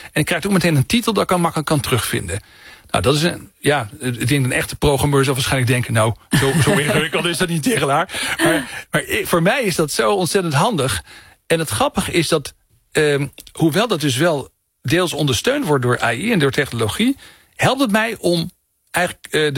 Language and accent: Dutch; Muntendam, Groningen, Netherlands; Want ik kom uit Oost-Groningen.